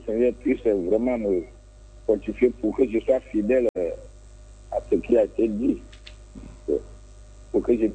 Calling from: Danané, Montagnes, Côte d’Ivoire; je suis à Danané, hein, c'est pas tout près.

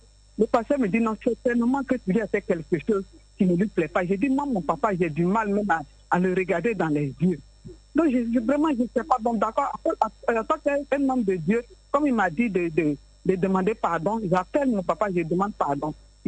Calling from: Abidjan, Côte d’Ivoire; J'appelle de Yopougon Nyangon Nord.

